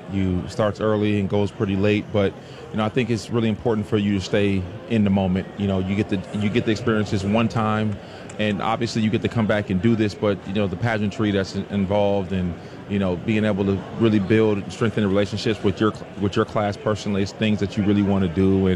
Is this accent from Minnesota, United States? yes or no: yes; Minnesota, United States; Well, I'm from Minnesota, so it's not like growing up in Houston or Dallas or Miami